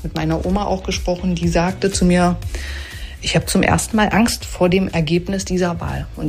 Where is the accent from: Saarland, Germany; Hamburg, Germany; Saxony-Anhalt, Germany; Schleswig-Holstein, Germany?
Saxony-Anhalt, Germany; Burg; Ja, die Stimmung bei uns in Sachsen-Anhalt, also vor allem hier in Burg, in meiner Heimatstadt, im Landkreis Jerichower Land, ist durchaus angespannt.